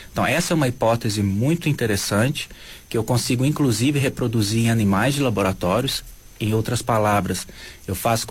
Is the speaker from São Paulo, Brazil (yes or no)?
no; Três Corações, Minas Gerais, Brazil; born there; Então, é uma honra poder voltar depois de tantos anos, já tem 10 anos que eu não pisava nessa terra aqui